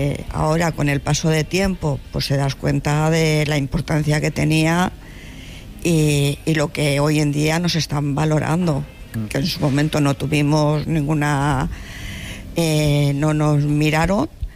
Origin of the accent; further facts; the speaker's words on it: Madrid, Community of Madrid, Spain; Yo soy de Prosperidad. Y nos íbamos a jugar, que antes era todo campo, cuando yo era pequeña era todo campo, era Clara del Rey y Corazón de María.